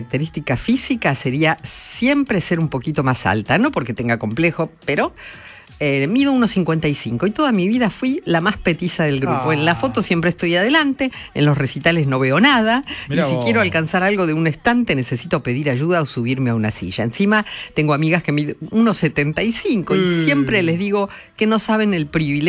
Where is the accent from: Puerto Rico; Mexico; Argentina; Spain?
Argentina; Entre Ríos